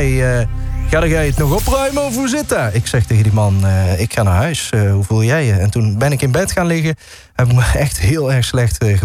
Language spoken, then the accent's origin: Dutch; Deurne, North Brabant, Netherlands; in Deurne, waar ik ben opgegroeid.